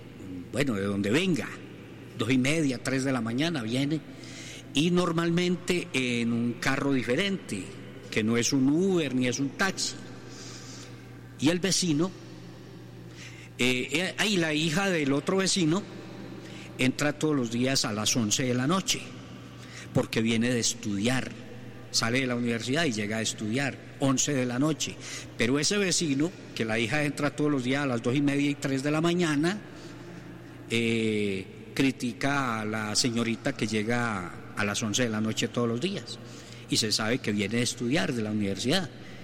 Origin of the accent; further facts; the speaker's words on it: Colombia; yo soy colombiano